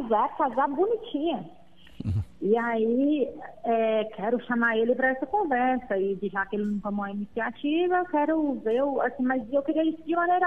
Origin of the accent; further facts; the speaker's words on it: Minas Gerais, Brazil; now in Brasília, Brazil; Eu sou mineira.